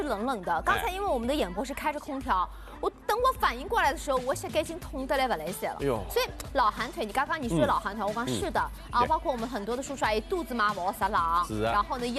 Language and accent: Chinese; Shanghai, China